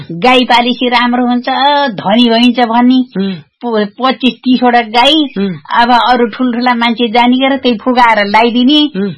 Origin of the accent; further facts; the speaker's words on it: Tiram, Koshi Province, Nepal; हो, जन्म थालो हुई तिराममा हो।